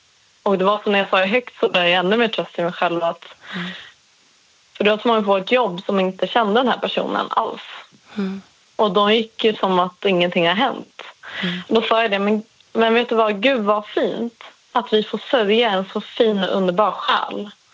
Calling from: Stockholm, Stockholm County, Sweden; jag är från Stockholm.

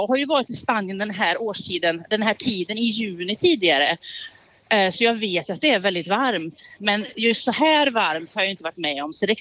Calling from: Sweden; som svensk

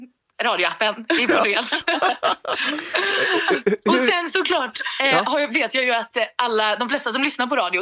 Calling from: Borås, Västra Götaland County, Sweden; Just nu är vi i Göteborg, men vi kommer från Borås.

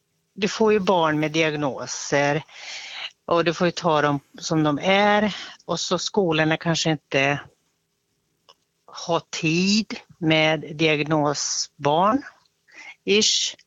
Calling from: Finland; Jag kommer från Finland

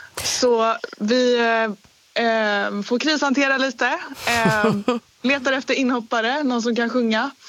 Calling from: Stockholm, Stockholm County, Sweden; Jag är 22 år och jag kommer från Stockholm.

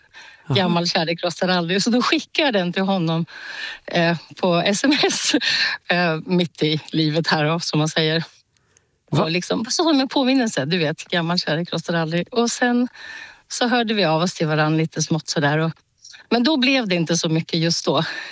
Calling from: Nyköping, Södermanland, Sweden; jag är från Nyköping

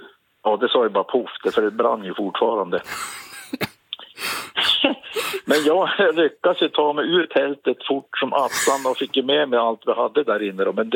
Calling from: Jämtland County, Sweden; solen här är väl ungefär som hemma i Jämtland.

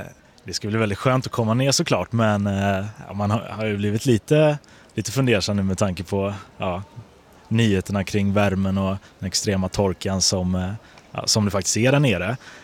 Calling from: Sweden; nu har vi lämnat henne hemma i Sverige

